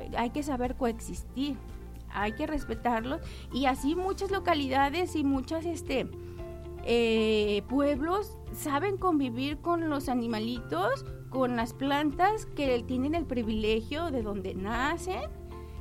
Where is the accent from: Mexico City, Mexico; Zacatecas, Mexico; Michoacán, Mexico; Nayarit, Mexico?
Nayarit, Mexico; Tepic; Yo pues aquí crecí en Tepic, uh-huh, aquí estuve aquí en la primaria, y vivo cerquitas de un punto donde crecen juncos